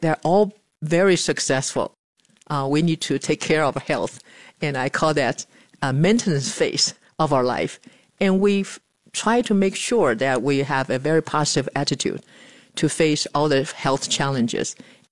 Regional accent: Taiwan; now in Colorado, United States; I was born and raised in Taiwan. I am 71 years old

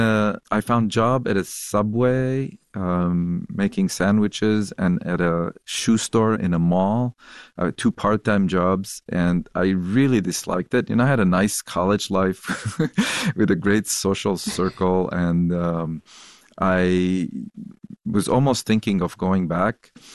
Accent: Lebanon; moved away; I grew up in Lebanon. I was literally 8 years old when the civil war started there.

